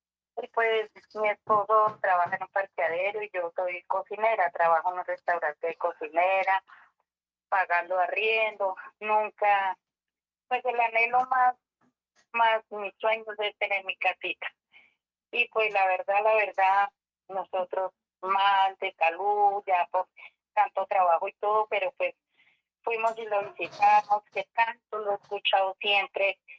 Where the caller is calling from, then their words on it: Doradal, Antioquia, Colombia; por acá de Doradal, Antioquia.